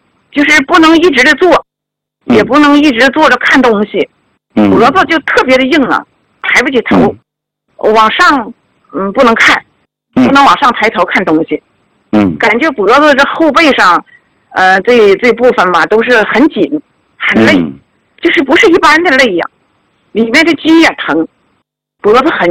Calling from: Qingdao, Shandong, China; 我来自山东青岛的，

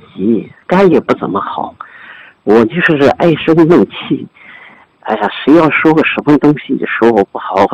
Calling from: Dalian, Liaoning, China; 我是大连的，

